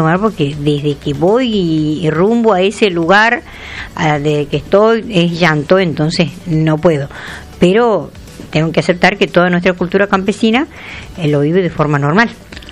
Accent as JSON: {"language": "Spanish", "town": "Los Juárez", "region": "Tucumán", "country": "Argentina", "tie": "born or raised there", "said": "Yo vengo de una tradición campesina. Bueno, yo crecí en los Juárez, departamento Leales."}